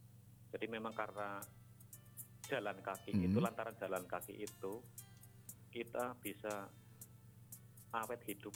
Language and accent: Indonesian; Indonesia; Sedangkan dari Bobotsari ke tempat desa aku itu 30 kilo, Mas.